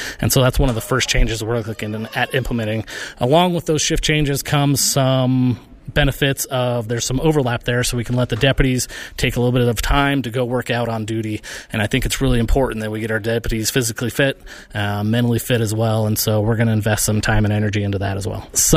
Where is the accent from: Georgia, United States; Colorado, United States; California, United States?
Colorado, United States; Parachute; So I was born and raised in Parachute, Colorado. My mom and dad served on the local fire department there for as long as I can remember.